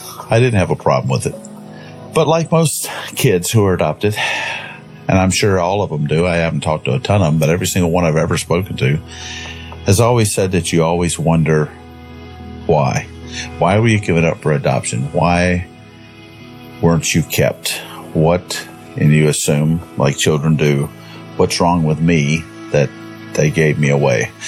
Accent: Concord, North Carolina, United States; And I was raised in Concord, North Carolina, which is in Cabarrus County in the beautiful heart of North Carolina in the Piedmont region.

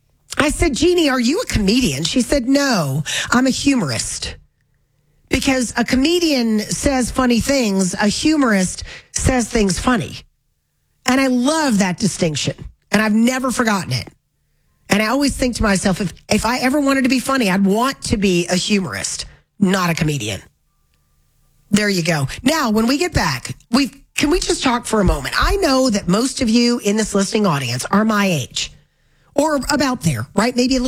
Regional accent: United States

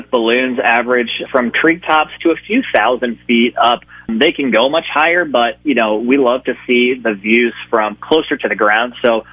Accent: Ashland, United States; Yeah, I am from Ashland

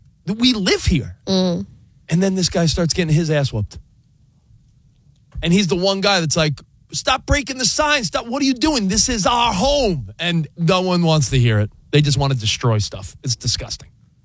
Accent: New York, United States; I'm from New York.

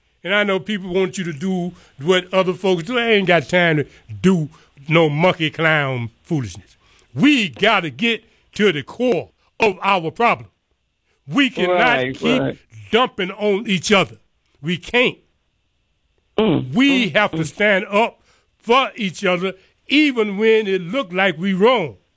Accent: Texas, United States; moved away; I'm from East Texas.

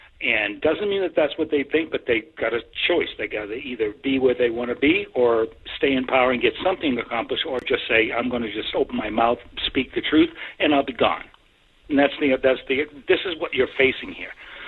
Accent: Brookline, Massachusetts, United States; now in Tennessee, United States; Well, you know, I was from up there. You know that. And I was from Massachusetts.

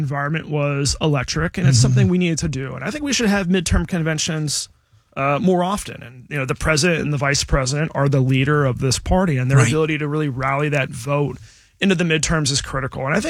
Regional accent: Ohio, United States; my hometown needs a new bridge to Kentucky.

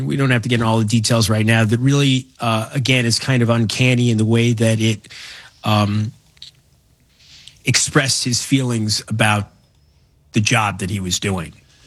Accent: New York City, New York, United States; But yeah, as a New Yorker, you know, being there that day, you know, 5 miles away, but, you know, I still think about it a lot.

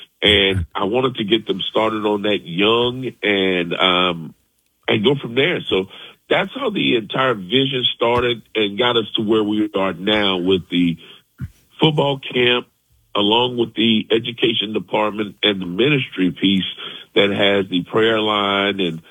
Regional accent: Greensboro, North Carolina, United States; born or raised there

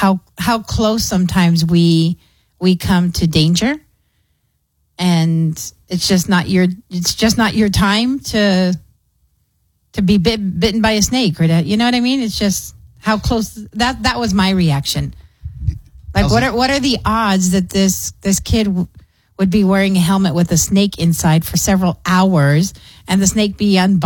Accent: Clint, Texas, United States; growing up in Clint

